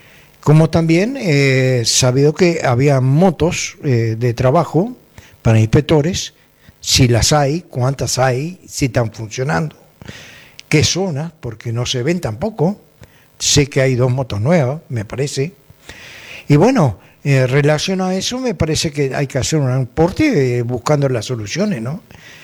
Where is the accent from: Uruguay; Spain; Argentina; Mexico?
Uruguay; Montevideo; moved away; Además, soy de Montevideo, hace 42 años que vivo acá